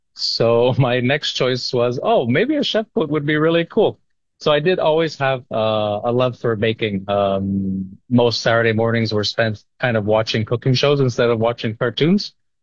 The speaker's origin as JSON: {"language": "English", "town": "Montreal", "region": "Quebec", "country": "Canada", "tie": "born or raised there", "said": "And so starting with the logo of Montreal, so my hometown, is actually the four hearts together."}